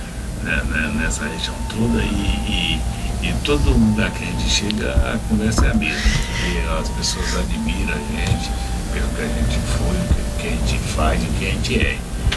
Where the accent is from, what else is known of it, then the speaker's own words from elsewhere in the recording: Abadiânia, Goiás, Brazil; moved away; also born or lived in Brasília; Eu saí de Abadiânia em 82 para ir trabalhar em Brasília e fiquei lá até 2016